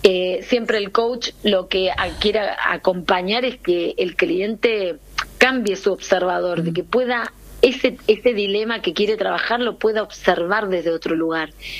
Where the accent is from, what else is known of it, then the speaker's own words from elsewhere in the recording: Corrientes, Argentina; moved away as an adult; now in Buenos Aires, Argentina; yo soy correntina, estoy viviendo acá hace 5 años, Allá tenemos el hermosísimo río Paraná. Nuestra vida circunda alrededor del río y en el río, porque hace muchísimo calor en el norte.